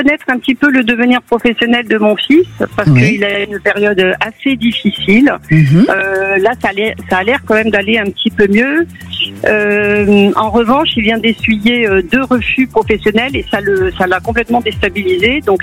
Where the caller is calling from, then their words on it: Nîmes, Occitanie, France; De Nîmes.